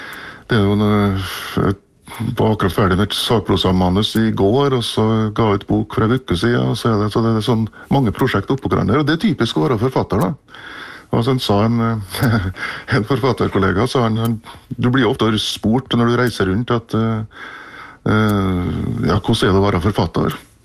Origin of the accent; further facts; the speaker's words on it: Sunndalsøra, Møre og Romsdal, Norway; da jeg vokste opp på Sunndalsøra, som jo var I landbruksbygd, som da plutselig fikk slengt Europas største aluminiumsverk midt I fleisen, så å si.